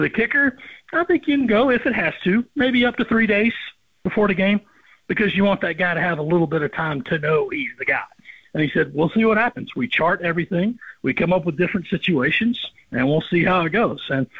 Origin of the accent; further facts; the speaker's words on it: Rock Hill, South Carolina, United States; Malik Clark from my hometown of Rock Hill, I think will get into that mix.